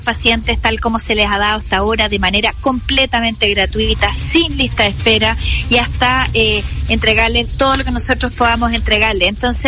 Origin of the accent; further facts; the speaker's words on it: Chile; Estamos justo a 90 días de el gran evento que nos une a todos como chilenos.